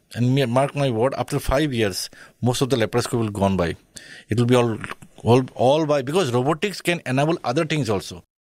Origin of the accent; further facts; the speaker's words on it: Assam, India; English is a second language; Because I was born and I'm basically from Assam. So at that time, there's no surgery in Northeast heart surgery.